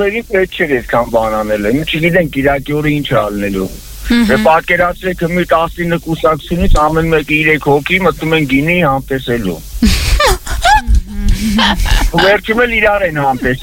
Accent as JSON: {"language": "Armenian", "region": "Nagorno-Karabakh", "country": "Azerbaijan", "said": "ես Արցախից եմ"}